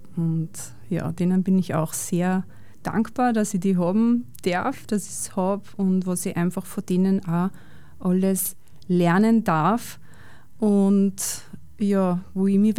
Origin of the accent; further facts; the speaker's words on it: Steyr, Upper Austria, Austria; born there; now in Linz, Austria; Ich bin in Steyr geboren und habe dann sehr bald meinen Freund und meinen jetzigen Mann kennengelernt.